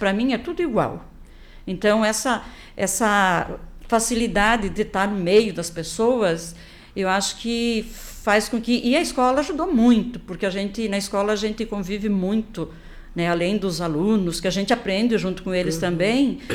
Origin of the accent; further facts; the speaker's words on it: Nova Prata, Rio Grande do Sul, Brazil; born there; also born or lived in Salto do Lontra; a gente morava no interior, e o meu pai e minha mãe vieram do interior para aqui, para Salto do Lonto. Eu nasci no Ouro Fino, que hoje pertence para Nova Prata